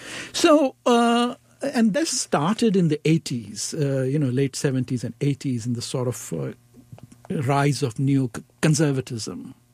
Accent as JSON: {"language": "English", "region": "Chandigarh", "country": "India", "said": "I sort of wore Chandigarh like an albatross around my neck, like I'm from Chandigarh and modernism."}